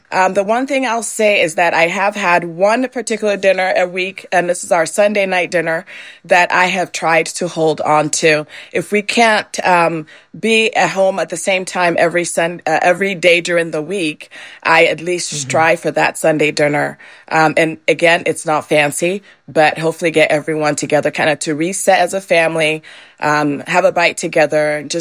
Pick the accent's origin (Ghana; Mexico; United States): Ghana; I'm also, I mentioned I'm from Ghana, West Africa. So I like to feed my kids Ghanaian food.